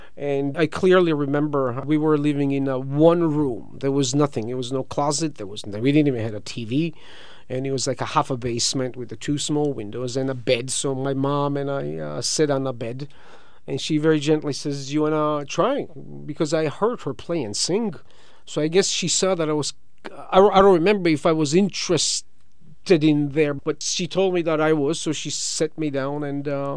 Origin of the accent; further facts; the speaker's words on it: Georgia; moved away as an adult; now in Toronto, Canada; where I grew up in Georgia